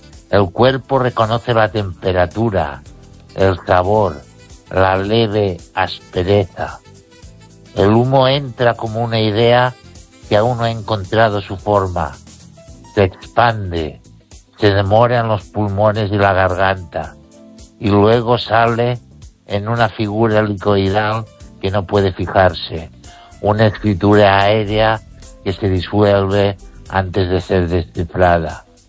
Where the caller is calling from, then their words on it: Ourense, Galicia, Spain; desde Orense.